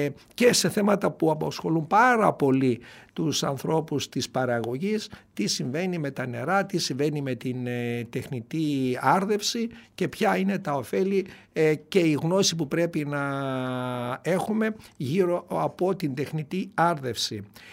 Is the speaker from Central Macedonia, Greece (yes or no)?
yes; Kilkis, Central Macedonia, Greece; born there; στην πατρίδα μου στο Κιλκής, τον τόπο μου το γενέθλιο